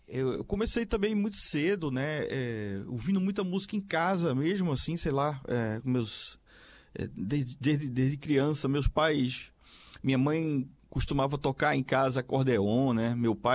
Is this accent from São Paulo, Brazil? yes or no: no; Recife, Pernambuco, Brazil; born there; also born or lived in Garanhuns; Eu nasci no interior, né, em Garanhuns, Agreste de Pernambuco.